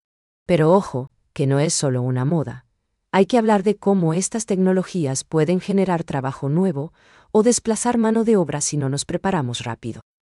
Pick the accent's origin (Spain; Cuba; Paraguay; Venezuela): Paraguay